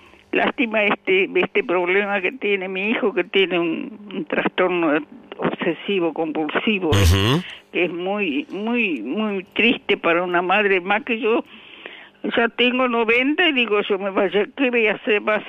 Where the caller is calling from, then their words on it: Concordia, Entre Ríos, Argentina; Está hablando con … de Concordia Entre Ríos.